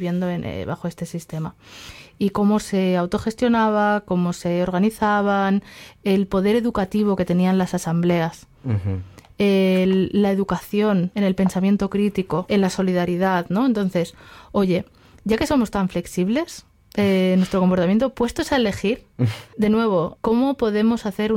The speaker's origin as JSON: {"language": "Spanish", "region": "Aragon", "country": "Spain", "said": "yo de donde vengo, que es de la región de Aragón, en España"}